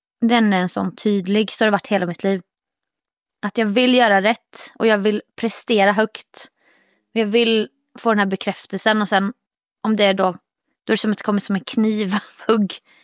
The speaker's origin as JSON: {"language": "Swedish", "town": "Jönköping", "region": "Jönköping County", "country": "Sweden", "tie": "born or raised there", "moved": "as an adult", "said": "jag körde ett gig i min hemstad. Som då Jönköpingsdottern"}